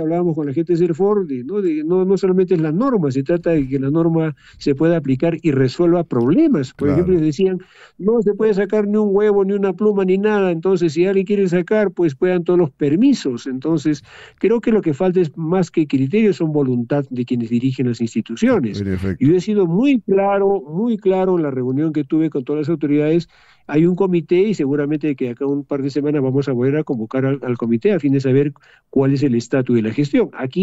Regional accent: Peru

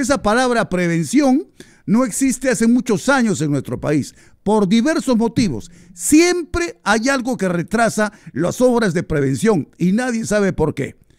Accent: Peru

